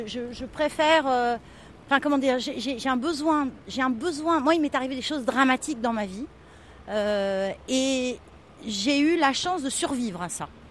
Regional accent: Nice, Provence-Alpes-Côte d'Azur, France; born there; Et je suis née à Nice pour ça.

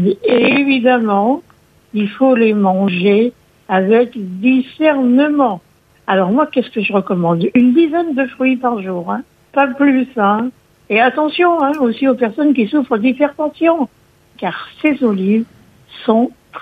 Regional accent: Corsica, France; chez nous en Corse, on a quand même des bonnes olives

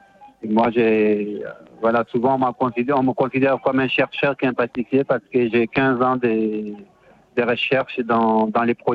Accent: Faya-Largeau, Borkou, Chad; moved away as an adult; also born or lived in Algeria / Montpellier, France; now in Paris, France; moi, je viens du nord du Tchad. Donc je fais partie d'une famille nomade sédentarisée. Mm-hmm. Et puis j'ai fait mes études à Faye, à Largeau, dans le nord du Tchad.

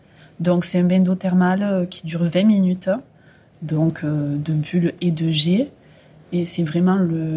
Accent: Occitanie, France; je suis restée ici parce que ça m'a beaucoup plu, le relationnel, tout ça. Et puis, c'est vrai qu'en étant de la région

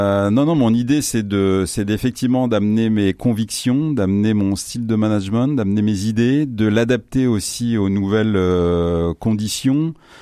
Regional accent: Normandy, France; je suis normand, j'ai 59 ans

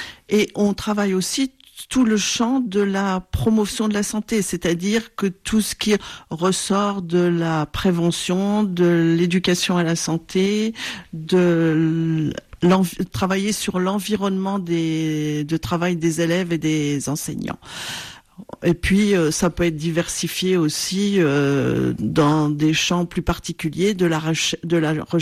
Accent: Grand Est, France; born there; Oui, je suis née dans les Ardennes, à la frontière belge.

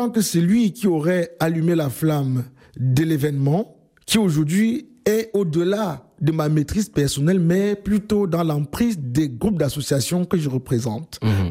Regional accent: Cameroon; now in Belgium; je suis membre de Kwala depuis le Cameroun avant d'arriver à Belgique.

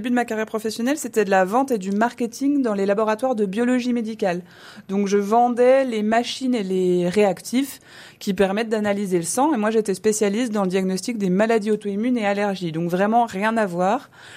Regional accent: Grand Est, France; born there; Alors moi, je suis née dans les Vosges, dans la montagne vosgienne, et j'ai beaucoup bougé depuis.

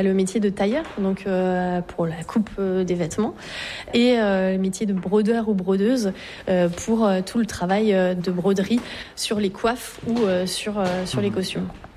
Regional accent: Brittany, France; Alors, moi, je suis à côté de Quimper

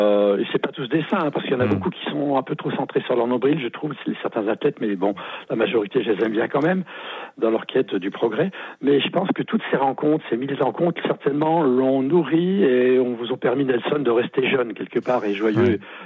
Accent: Auvergne-Rhône-Alpes, France

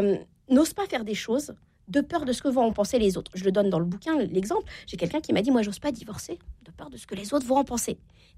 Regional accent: Normandy, France; Je viens de Normandie, je peux me permettre de citer.

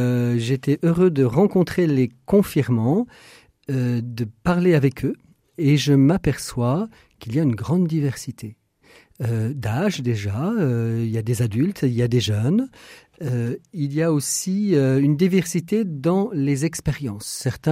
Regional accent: France; la violence est de plus en plus banalisée dans notre monde et aussi chez nous en France.

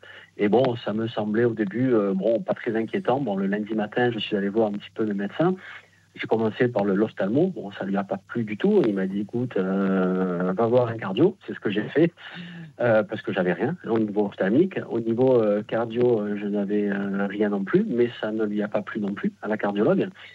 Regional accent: Marseille, Provence-Alpes-Côte d'Azur, France; Alors, je suis de Marseille.

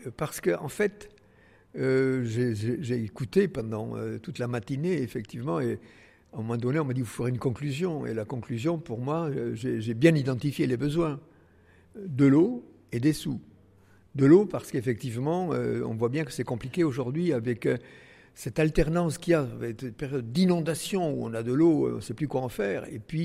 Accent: Vielmur-sur-Agout, Occitanie, France; moi je suis né à Vielmur, dans le Tarn, petit village, à la campagne. On n'avait même pas l'eau courante, vous voyez, dans la maison.

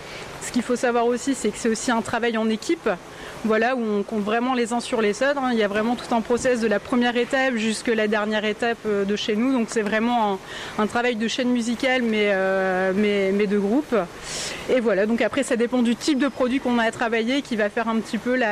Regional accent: Hauts-de-France, France

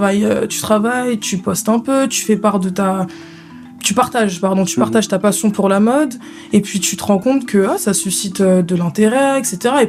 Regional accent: DR Congo; also born or lived in Paris; Ouais, je suis congolaise.

